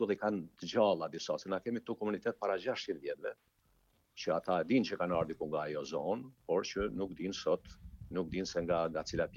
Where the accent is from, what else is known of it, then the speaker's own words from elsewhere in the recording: Deçan, Kosovo; now in Zadar, Croatia; nga Komuna Deçanit, tu kom marrë në Zarë me studiu e historinë e Arpit